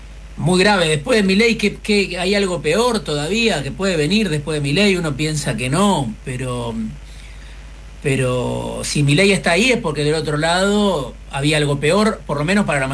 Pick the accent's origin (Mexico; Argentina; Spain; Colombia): Argentina; nosotros también somos Argentina